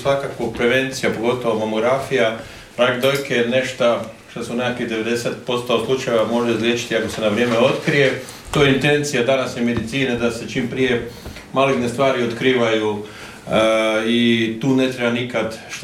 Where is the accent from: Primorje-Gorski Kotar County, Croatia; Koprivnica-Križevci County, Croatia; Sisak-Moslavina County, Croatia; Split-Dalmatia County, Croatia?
Primorje-Gorski Kotar County, Croatia; ja dolazim iz Gorskog Kotra, to je Bijeli otok i znam otprilike kako je živjeti na otocima